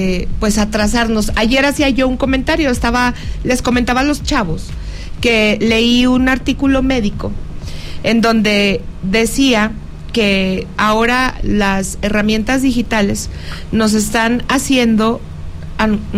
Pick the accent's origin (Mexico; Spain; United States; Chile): Mexico; Yo solamente ejercí un derecho que tengo como ciudadana mexicana a interponer la denuncia correspondiente